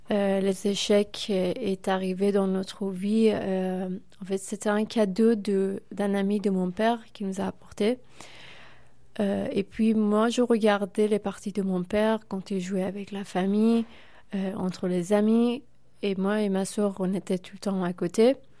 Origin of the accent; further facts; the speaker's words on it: Iran; Ma première fois que je suis sortie de l'Iran, j'avais seulement 8 ans et demi. Mon premier voyage, c'était en Espagne. Déjà à l'aéroport, j'ai compris que en Iran, on vit complètement, nos vies sont différentes.